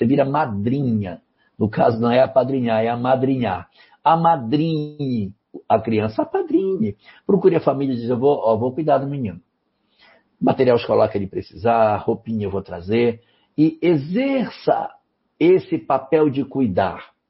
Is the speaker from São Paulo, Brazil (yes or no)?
no; Amapá, Brazil; born there; do Amapá, o estado onde eu nasci